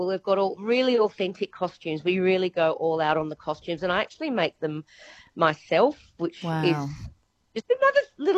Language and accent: English; Sydney, New South Wales, Australia; moved away as an adult; also born or lived in Middle East; now in Perth, Australia; I started off in Sydney with a band called … because I'm from Sydney.